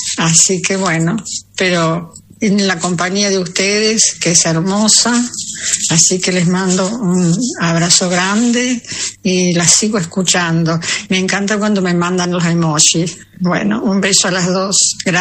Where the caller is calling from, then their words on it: Cosquín, Córdoba, Argentina; de Cosquín. ¿Sí? Escuchándolas como siempre.